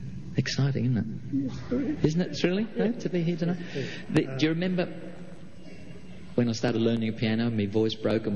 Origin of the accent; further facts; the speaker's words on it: Perth, Western Australia, Australia; to be on stage in this enormous, marvellous building in my hometown in Perth.